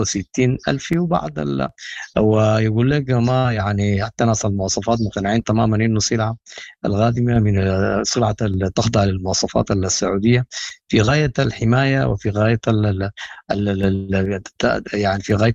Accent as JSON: {"language": "Arabic", "country": "Sudan", "said": "نحن يعني كسودانيين إلى متى تستمر هذه المعاناة"}